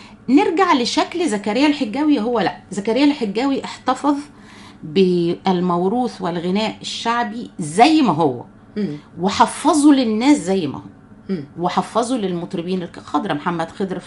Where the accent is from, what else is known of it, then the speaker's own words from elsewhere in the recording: Egypt; لكن عندنا في مصر